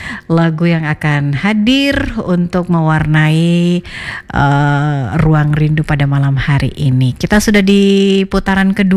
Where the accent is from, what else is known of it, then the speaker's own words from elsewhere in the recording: Palu, Central Sulawesi, Indonesia; saya warga Palupi